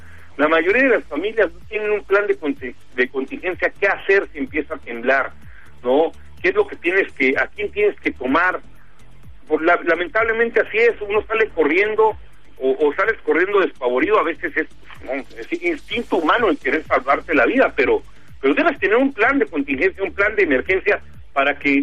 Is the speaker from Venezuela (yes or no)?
no; Mexico; a nosotros como mexicanos